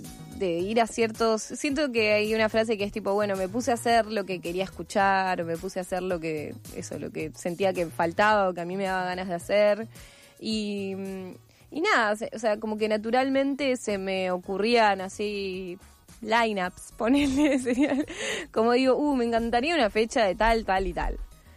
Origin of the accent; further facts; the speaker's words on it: Quilmes, Buenos Aires Province, Argentina; yo soy de Quilmes